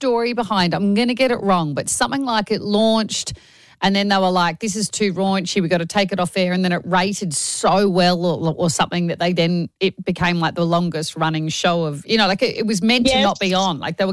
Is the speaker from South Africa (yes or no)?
no; Adelaide, South Australia, Australia; I grew up in Adelaide, this park, and we'd have birthday parties there.